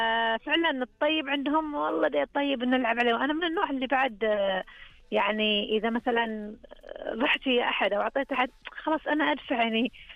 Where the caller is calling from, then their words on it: Saihat, Eastern Province, Saudi Arabia; انا اكلمك من المنطقه الشرقيه من سيهات.